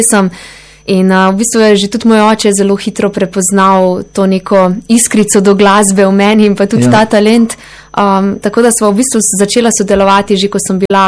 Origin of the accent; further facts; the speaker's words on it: Prevalje, Carinthia, Slovenia; je moj domači kraj, ja, tako da iz Mežiške doline